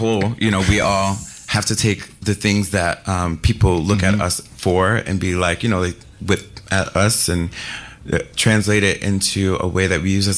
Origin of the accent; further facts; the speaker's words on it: Rochester, New York, United States; now in Brooklyn, United States; I'm from Rochester, right? I'm from upstate New York. I know, gag the girls.